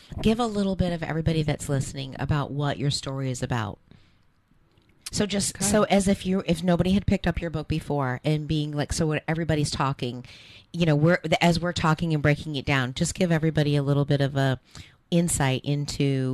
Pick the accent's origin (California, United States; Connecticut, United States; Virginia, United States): Virginia, United States; I grew up in Virginia, you know, in the 70s, and we lived in a very small town.